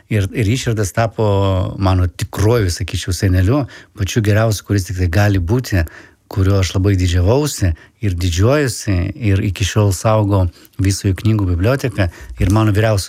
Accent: Sochi, Krasnodar Krai, Russia; moved away; Ir aš gimiau gan Sočyje.

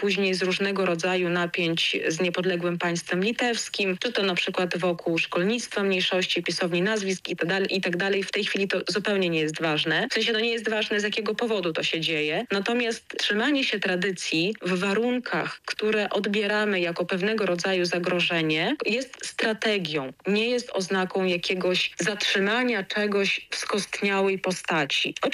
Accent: Vilnius County, Lithuania; my też nie przyjechaliśmy z Polski, tylko od pokoleń tutaj mieszkamy.

